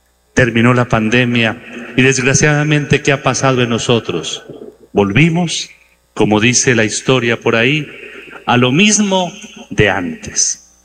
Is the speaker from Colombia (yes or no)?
yes; Neiva, Huila, Colombia; somos muy afortunados, Dios cuánto nos quiere aquí a los huilenses, a los de Neiva, porque aquí no pasó, gracias a Dios, absolutamente nada.